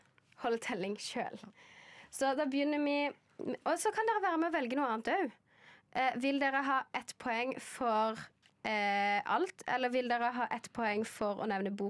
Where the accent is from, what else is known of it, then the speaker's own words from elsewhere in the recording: Southern Norway, Norway; jeg er sørlending og ikke, jeg snakker ikke dansk